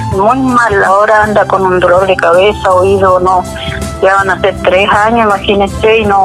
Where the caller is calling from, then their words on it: Villarrica, Araucanía, Chile; Desde acá de Villarrica, de los volcanes